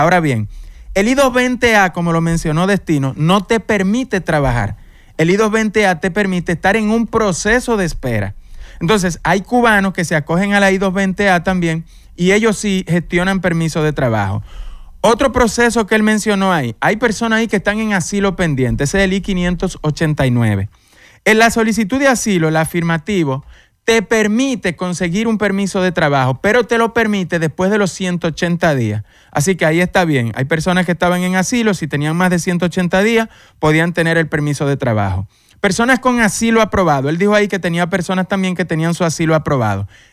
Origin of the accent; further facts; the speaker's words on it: Dominican Republic; moved away; nosotros, como dominicanos, el pasaporte nuestro no calificaba.